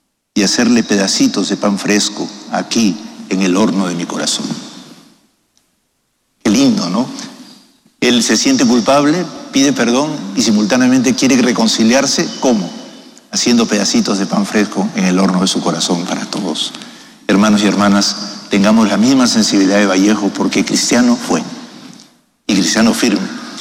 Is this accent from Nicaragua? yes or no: no; Peru; esas actitudes que hemos ido cultivando como peruanos, que son las más genuinas de nuestra fe y de nuestro país.